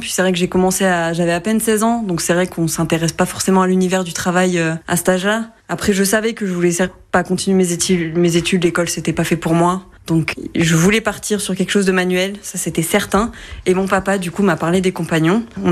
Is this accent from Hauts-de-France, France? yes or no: no; Nouvelle-Aquitaine, France; À la base de Dordogne, voilà. Okay. Pays de la chocolatine.